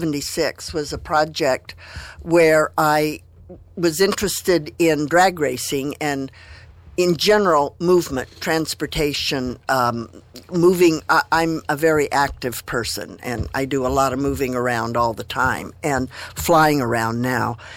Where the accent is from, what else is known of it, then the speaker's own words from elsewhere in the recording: Wasco, California, United States; I grew up in Wasco, a small town in the San Joaquin Valley, and if you've ever seen American Graffiti, you have a pretty good idea of Wasco. Was very small, 1 square mile that we used to cruise in high school.